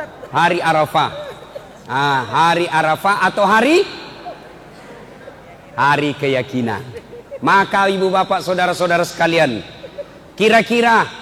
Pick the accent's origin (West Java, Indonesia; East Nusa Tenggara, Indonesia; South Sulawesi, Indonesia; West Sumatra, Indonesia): South Sulawesi, Indonesia; Kalau kita orang Bugis, cok, sini kau dulu nak.